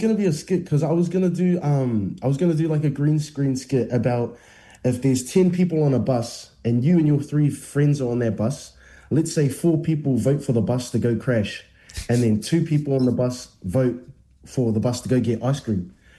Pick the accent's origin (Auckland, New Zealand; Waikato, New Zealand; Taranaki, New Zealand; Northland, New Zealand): Waikato, New Zealand; Huntly; now in Wellington, New Zealand; Yeah, exactly. Yeah, I'm from Rahui Pōkeka. I stayed there, and then I went to Otago University and then found work in Wellington. That's how I'm here.